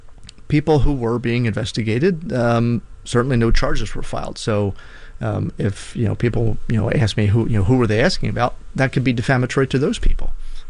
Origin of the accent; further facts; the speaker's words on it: Pennsylvania, United States; You know, I am born and raised in Bucks County. I've never lived anywhere else, as you mentioned, Jerry.